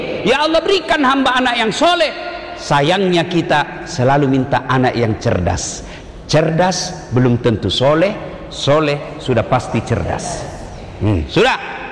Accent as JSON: {"language": "Indonesian", "region": "South Sulawesi", "country": "Indonesia", "said": "kami orang Bugis"}